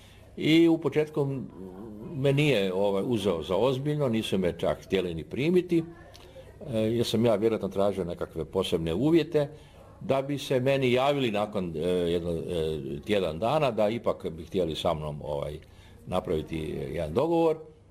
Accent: Karlovac, Karlovac County, Croatia; ja sam odrastao u Karlovcu

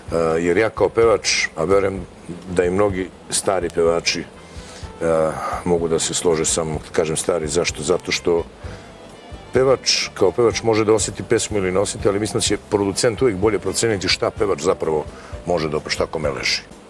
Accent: Zubin Potok, Mitrovica District, Kosovo; Rekao sam da sam rodom iz Zubinog Potoka, nisam raseljen u lice, nisam izbjeglica, roditelji mi još uvijek žive dole.

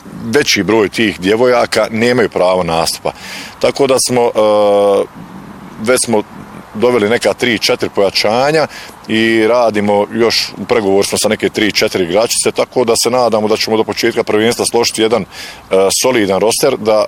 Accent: Bosnia & Herzegovina; tako bi trebalo bude naravno i kod nas u Bosni i Hercegovini

